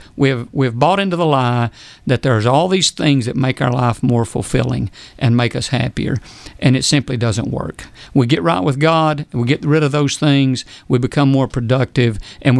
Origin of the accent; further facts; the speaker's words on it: United States